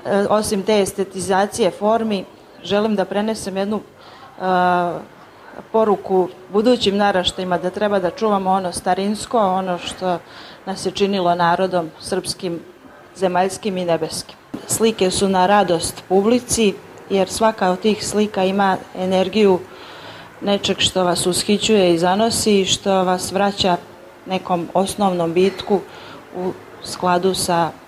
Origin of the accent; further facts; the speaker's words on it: Jadar, Serbia; now in Belgrade, Serbia; rodom sam iz Jadarskog kraja, a živim i stvaram u Beogradu.